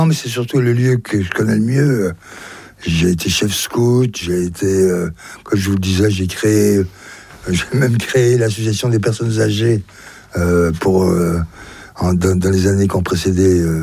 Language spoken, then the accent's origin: French; Belley, Auvergne-Rhône-Alpes, France; je suis chez moi à Belley. Mes parents, mon père y a exercé son activité économique et en même temps était premier adjoint. Ma mère est née là et nous a élevés ici.